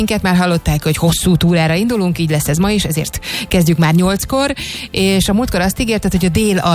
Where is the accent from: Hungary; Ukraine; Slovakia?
Hungary; Transdanubia; én a Dunántúlon nőttem fel